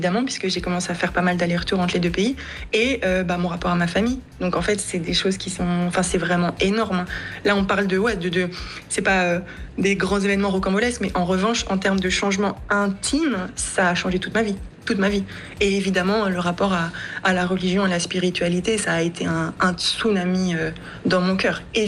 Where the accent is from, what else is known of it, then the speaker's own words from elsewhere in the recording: Morocco; bah, je suis marocaine